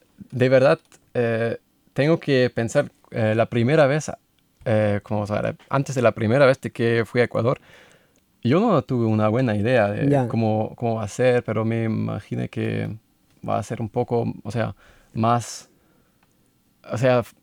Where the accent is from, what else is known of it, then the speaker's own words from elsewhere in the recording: Hanover, Lower Saxony, Germany; Spanish is a second language; También fui a Hannover, porque yo soy de Hannover y sí, visité a mi familia, a mis hermanas y a mis padres.